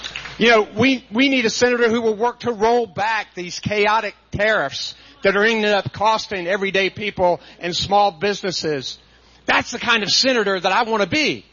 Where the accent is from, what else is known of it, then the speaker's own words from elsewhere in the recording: North Carolina, United States; growing up in Eastern North Carolina. My mom's a public school teacher.